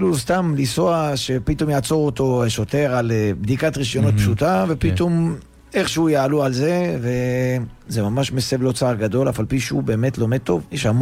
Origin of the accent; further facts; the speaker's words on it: Netanya, Central District, Israel; כן, לא קריית השרון החדשה, יותר חלק של שכונת מישב, מי שמכיר.